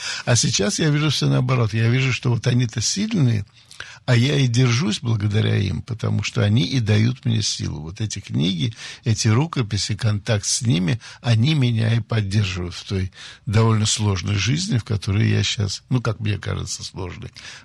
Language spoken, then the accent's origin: Russian; Saint Petersburg, Russia; born or raised there